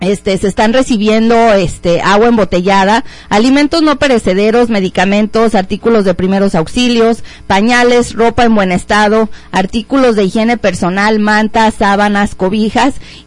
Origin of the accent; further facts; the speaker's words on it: Mexico; now in United States; Ya los mexicanos hemos pasado por estas cosas